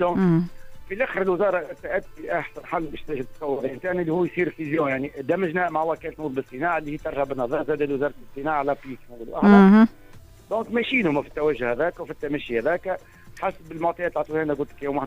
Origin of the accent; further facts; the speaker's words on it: Tunisia; انا مواطن تونسي